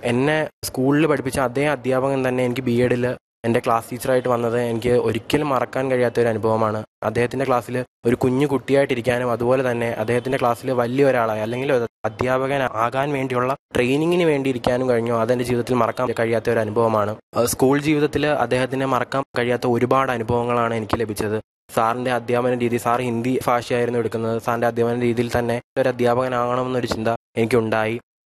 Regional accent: Anchal, Kerala, India; കൊല്ലം അഞ്ചലാണ് എന്റെ സ്വദേശം.

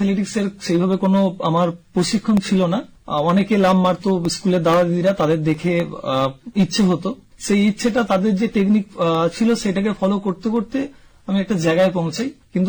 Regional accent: West Bengal, India; হুগলির পুরুষরা, রসুলপুর গ্রামে আমার জন্ম।

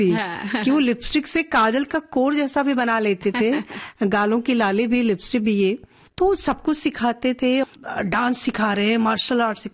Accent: Bihar, India; moved away; मैं बिहार से आई थी, ये यहाँ पे पूरा जो माहौल था, तो मैं रोती थी कि मुझे यहाँ नहीं रहना, वापस जाना है।

